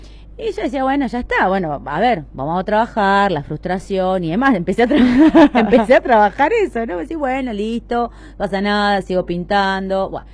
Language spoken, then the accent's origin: Spanish; Argentina; somos argentinos